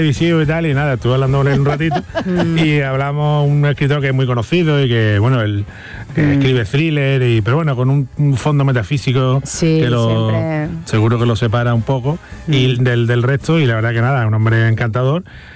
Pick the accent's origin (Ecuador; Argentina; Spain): Spain; Yo es que soy muy español para eso.